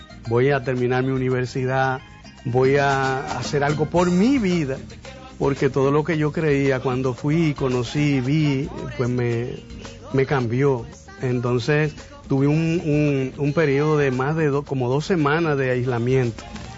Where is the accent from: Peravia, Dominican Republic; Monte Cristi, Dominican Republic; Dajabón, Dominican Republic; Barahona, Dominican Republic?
Barahona, Dominican Republic; Jaquimeyes; born there; mi pueblo de Jaquimey.